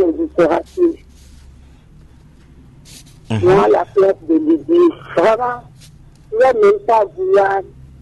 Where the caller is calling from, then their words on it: Canada; j'appelle depuis Canada.